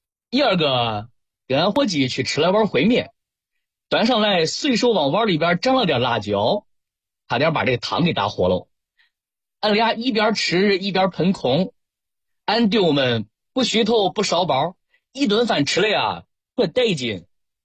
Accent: Zhengzhou, Henan, China; 咱郑州人、河南人很多人都说咱堆碗烩面吧。

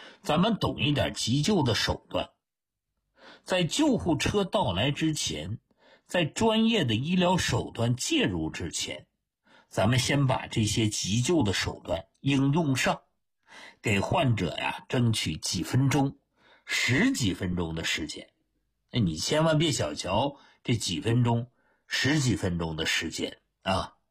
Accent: China; 我们中国人有一句话啊，人命关天呐。

